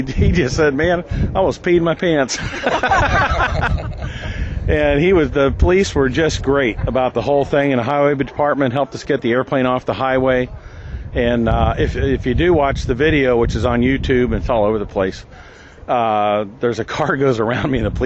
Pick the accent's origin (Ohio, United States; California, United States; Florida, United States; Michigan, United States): Ohio, United States; Dayton; I'm from Dayton, Ohio.